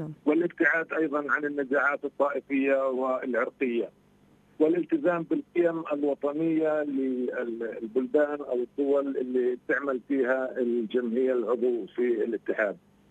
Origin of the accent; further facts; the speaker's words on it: Palestine; وعندنا في فلسطين